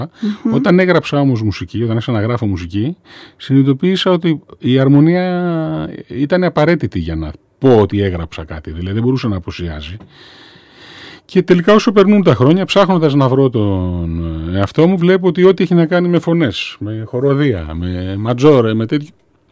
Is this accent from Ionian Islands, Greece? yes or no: yes; Gastouri, Ionian Islands, Greece; στο χωριό το δικό μου που είμαστε από το Γαστούρι